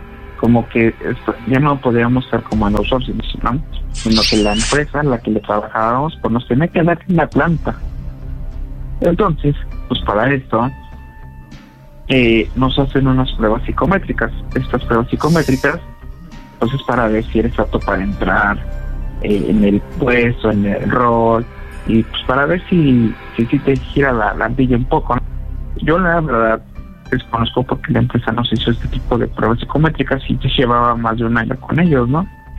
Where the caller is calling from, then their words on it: Puebla, Mexico; soy del estado de aquí de Puebla y prácticamente tengo lo que son 28 años de edad, recién cumplidos.